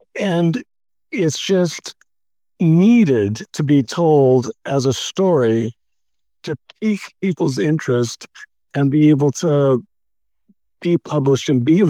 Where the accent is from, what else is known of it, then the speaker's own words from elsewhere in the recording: Eugene, Oregon, United States; now in McKenzie River, United States; So when I came to Eugene, I'm from Eugene originally. I moved away for a while. I was in Central Oregon. When I came back, I ended up moving my family to the McKinsey River.